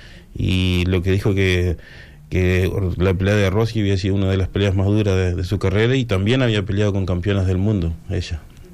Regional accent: Uruguay; somos uruguayos y lo más importante es el fútbol

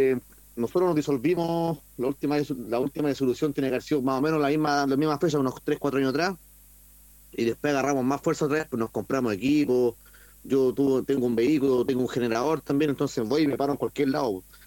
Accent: Concepción, Biobío, Chile; yo soy de Barrio Norte, toda mi vida he vivido en Barrio Norte. Obviamente igual he tenido momentos en que me he cambiado de lugares por trabajo o por salir de la ciudad, pero siempre me he mantenido aquí en el barrio

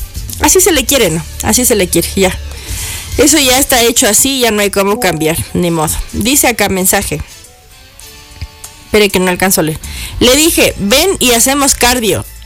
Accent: Ecuador; como yo soy ecuatoriana

